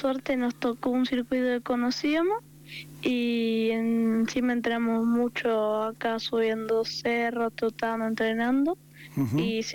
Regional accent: Argentina; Somos dos argentinos en la categoría

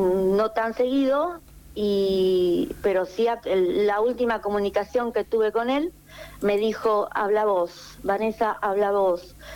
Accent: Argentina

